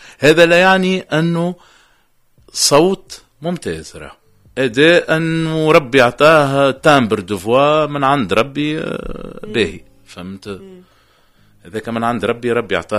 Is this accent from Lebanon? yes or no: no; Tunisia